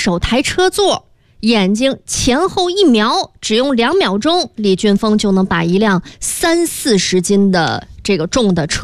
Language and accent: Chinese; Shijiazhuang, Hebei, China; 反正我们石家庄因为在河北的比较靠南的位置